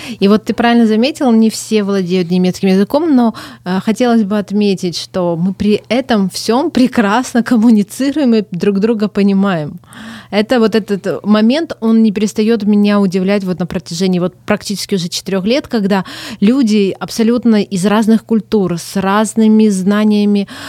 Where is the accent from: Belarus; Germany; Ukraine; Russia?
Ukraine; я просто этническая армянка, которая всю жизнь жила в Украине, и в силу чудовищных обстоятельств, которые произошли в нашей стране, мы вынуждены были и оказались там, где мы сейчас есть.